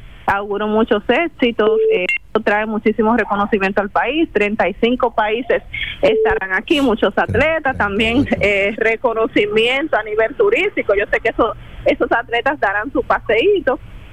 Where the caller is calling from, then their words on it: Dominican Republic; todos somos dominicanos.